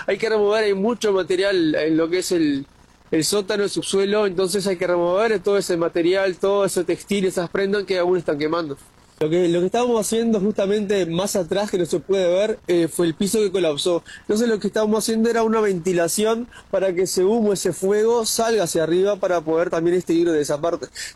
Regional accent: Uruguay; Pues en este momento somos 6 efectivos de Uruguay.

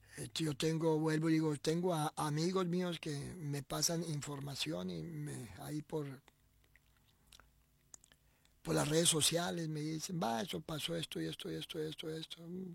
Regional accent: Colombia; Yo soy colombiano

